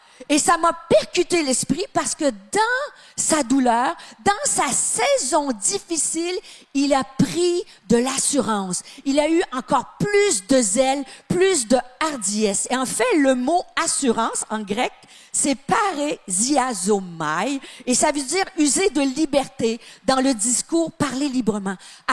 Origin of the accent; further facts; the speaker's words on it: Quebec, Canada; Non, moi, je suis pas française, je suis québécoise.